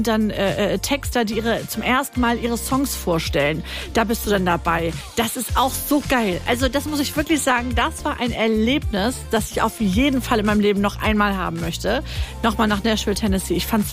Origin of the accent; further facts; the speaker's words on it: Hamburg, Germany; born there; moved away; Ich bin in Hamburg geboren worden.